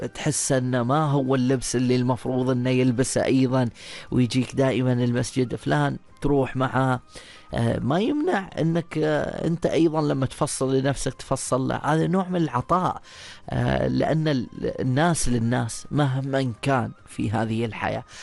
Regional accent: Oman; وهذا اللي تربينا فيه هنا في سلطنة عمان

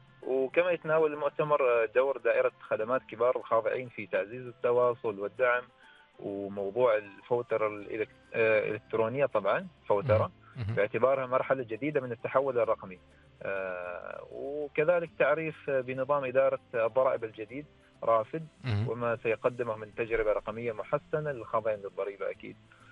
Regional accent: Oman; عندنا في السلطنة

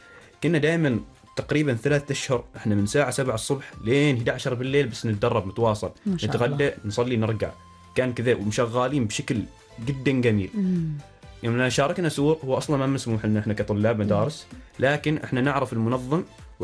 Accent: Oman; حتى بعد ما عرفوا أن نحن عمانيين استقبلونا بشكل جدا جميل

